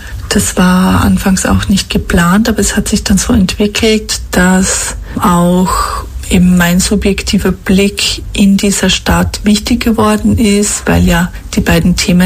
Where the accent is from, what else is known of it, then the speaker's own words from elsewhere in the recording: Ludmannsdorf, Carinthia, Austria; now in Vienna, Austria; Ich bin aus Kärnten, also geboren in Kärnten und aufgewachsen in Ludmannsdorf im Rosental. Lebe nun seit 16 Jahren in Wien